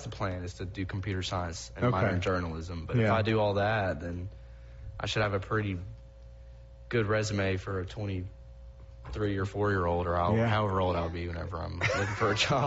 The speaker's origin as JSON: {"language": "English", "town": "Montgomery", "region": "Alabama", "country": "United States", "tie": "born or raised there", "also_born_or_lived": "Birmingham, United States", "said": "Well, I was born in Birmingham, but we lived in Montgomery."}